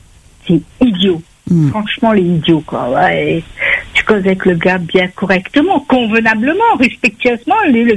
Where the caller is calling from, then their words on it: Saint-Denis, Réunion; Donc, je suis sur Saint-Denis, donc.